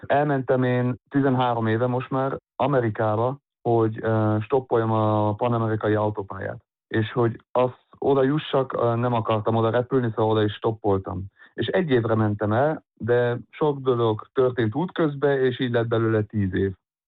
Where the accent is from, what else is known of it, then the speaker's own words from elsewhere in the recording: Innsbruck, Tyrol, Austria; két szülőm az magyar, az egész családom ott lakik Magyarországon, egy pár kivétellel, és ja, de hát ide születtem Innsbruckba, itt nőttem fel, szóval az egész életemet majdnem itt laktam